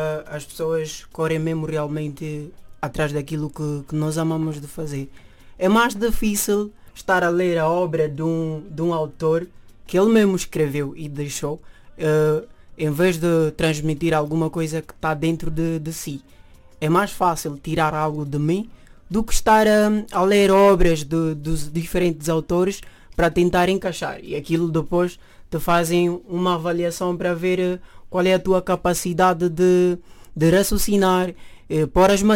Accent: Mansoa, Oio, Guinea-Bissau; now in Portugal; eu nasci em Mansoa, um sector maravilhoso. A Guiné-Bissau tem assim 8 regiões, digamos assim. Então eu fiz parte de um deles que é muito maravilhoso, onde passei a minha infância

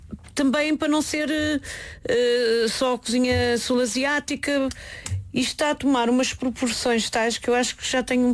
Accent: Caldas da Rainha, Leiria, Portugal; Cresci nas Caldas da Rainha, no Museu José Malhor.

